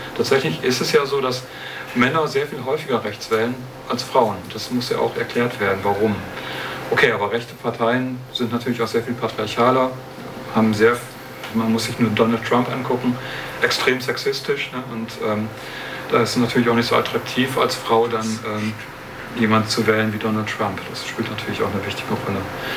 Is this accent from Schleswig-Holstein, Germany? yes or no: no; Münster, North Rhine-Westphalia, Germany; Also ich komme aus Münster, also ohne Neu. Ich komme aus Münster und in Münster ist eine Studierendenstadt.